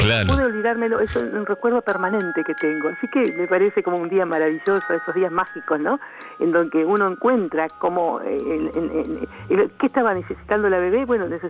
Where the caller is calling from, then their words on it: Chascomús, Buenos Aires Province, Argentina; Bueno, Hernán … de Chascomús.